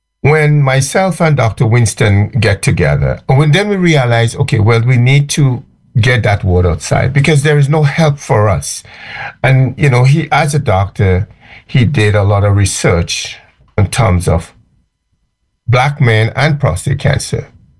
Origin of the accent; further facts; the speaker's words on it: Grenada; moved away; how we grew up in Grenada